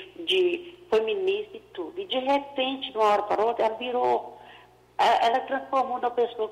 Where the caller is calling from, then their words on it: Minas Gerais, Brazil; Eu falo aqui de Minas Gerais.